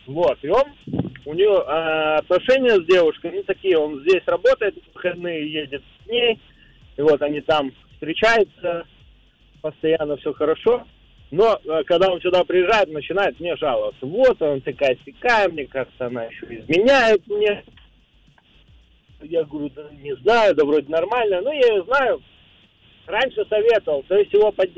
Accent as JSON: {"language": "Russian", "town": "Vladivostok", "region": "Primorsky Krai", "country": "Russia", "said": "Я вообще с Владивостока, но сейчас в Москве по МКАДу еду."}